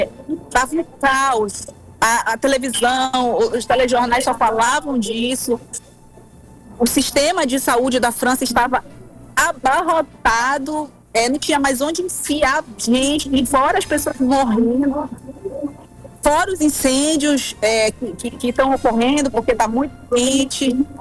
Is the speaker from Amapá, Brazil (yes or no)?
yes; Macapá, Amapá, Brazil; moved away; Eu que sou de Macapá.